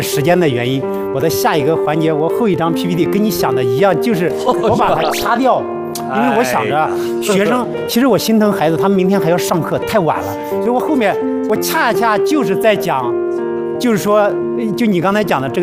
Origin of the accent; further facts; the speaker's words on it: Anhui, China; accent: Jianghuai; 我是安徽阜阳亳州那里。